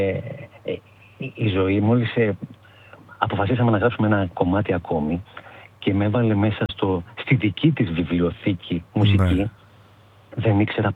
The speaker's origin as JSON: {"language": "Greek", "town": "Arta", "region": "Epirus", "country": "Greece", "moved": "yes", "lives_now": "Athens, Greece", "said": "Δεν είμαι από Κέρκυρα, είμαι από Άρτα."}